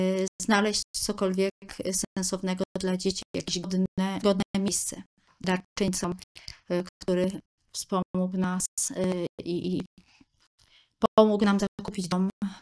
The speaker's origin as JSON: {"language": "Polish", "region": "Greater Poland Voivodeship", "country": "Poland", "said": "gdzie pochodzę z Wielkopolski"}